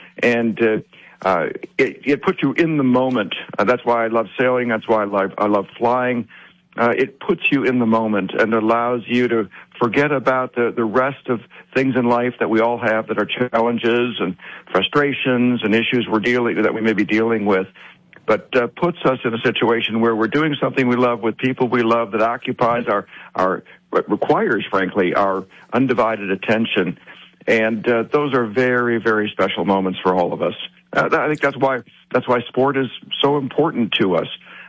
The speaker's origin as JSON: {"language": "English", "town": "Grand Rapids", "region": "Michigan", "country": "United States", "tie": "born or raised there", "said": "the idea that he would be in my hometown"}